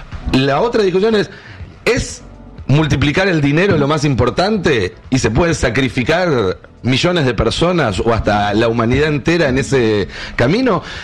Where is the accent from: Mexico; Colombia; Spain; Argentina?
Argentina; para nosotros como argentinos es mucho más importante lo otro.